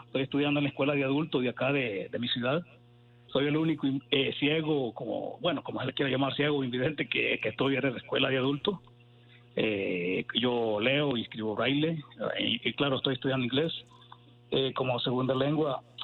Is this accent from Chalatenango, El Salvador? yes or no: yes; Chalatenango, El Salvador